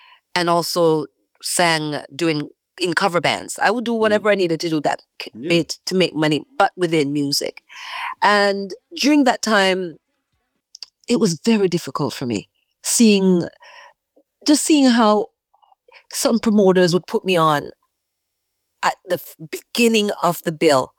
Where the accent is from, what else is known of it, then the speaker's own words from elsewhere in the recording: Jamaica; moved away as an adult; now in Toronto, Canada; I was growing up in Jamaica